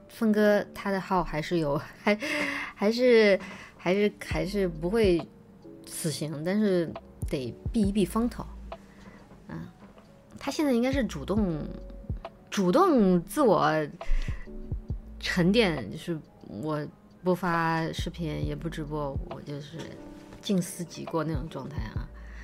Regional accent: China; 我们中国人

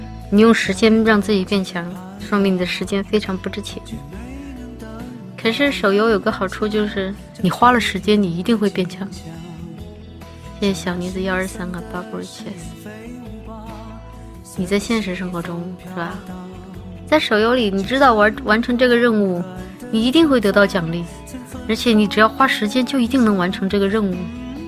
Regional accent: London, United Kingdom; 还笑我的英语口音，从小伦敦郊区长大的。

